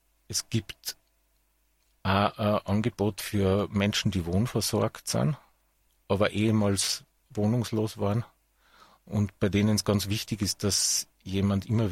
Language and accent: German; Salzburg, Austria; moved away as an adult; now in Innsbruck, Austria; bin aus Salzburg nach Tirol, Innsbruck, um die Sozialakademie zu machen. Vor 30 Jahren bin ich ungefähr gekommen, seither bin ich da.